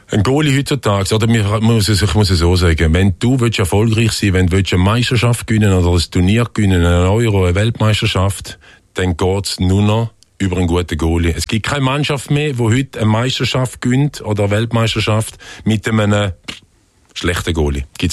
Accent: Frauenfeld, Thurgau, Switzerland; Ich bin hier in der Nähe von Winterthur aufgewachsen, im Frauenfeld.

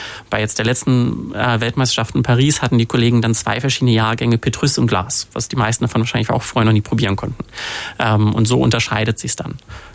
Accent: Cologne, North Rhine-Westphalia, Germany; Ich komme aus Köln, das ist eine Stadt, die eher für Bier als für Wein bekannt ist.

